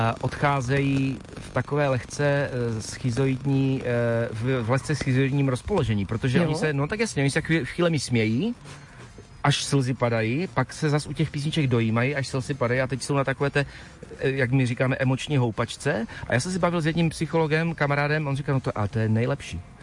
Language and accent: Czech; Ostrava, Moravian-Silesian Region, Czechia; my jsme všichni jako Ostraváci